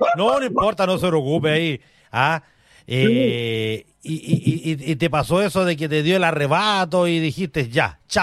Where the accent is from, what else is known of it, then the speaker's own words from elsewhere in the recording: Collipulli, Araucanía, Chile; moved away; soy de Coyipulli